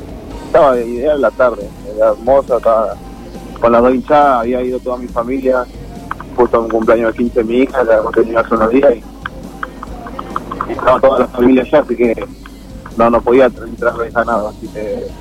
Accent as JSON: {"language": "Spanish", "town": "Viedma", "region": "Río Negro", "country": "Argentina", "tie": "born there", "said": "Soy de Viedma"}